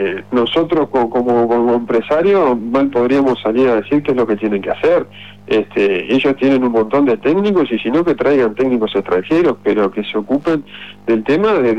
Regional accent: Uruguay

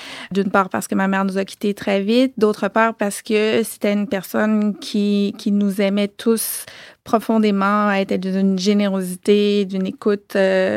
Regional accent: Montreal, Quebec, Canada; also born or lived in Île d'Orléans / France; Montréal parce que mon père commençait à travailler dans cette nouvelle université qu'on ouvrait et voilà. Donc, j'ai grandi à Montréal à partir de là.

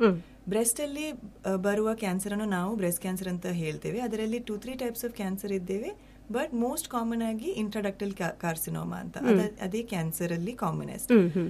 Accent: Mangalore, Karnataka, India; ನಾನು ಮ್ಯಾಂಗ್ಳೂರಿನೇ. ನನ್ನ ಪಪ್ಪ ಮಲಯಾಳಿ ಮ್ಯಾಂಗ್ಳೂರ್ ಕೇರಳದಿಂದ, ನನ್ನ ಮಮ್ಮಿ ಮ್ಯಾಂಗ್ಳೂರಿಂದಲೇ. ನಾನು ನನ್ನನ್ನು ಮ್ಯಾಂಗ್ಳೂರಿನೇ ಹೇಳುದು.

